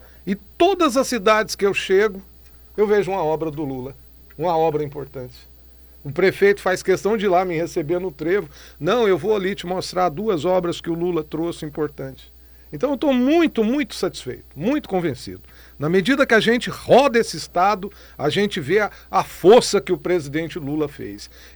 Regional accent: Goiânia, Goiás, Brazil; born there; Sou goiano, minha família é do sudoeste de Goiás, eu nasci em Goiânia

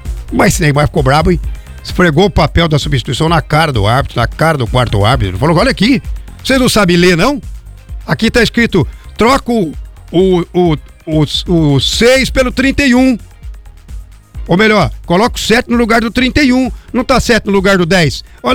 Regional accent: Brazil; Sou brasileiro. Acima de tudo, sou patriota e brasileiro.

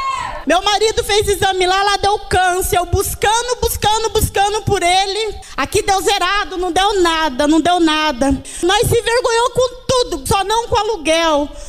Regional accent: Sarandi, Brazil; pedi um favor para aquela abençoada ali conseguir uma carona para mim voltar, que eu sou de Sarandi.

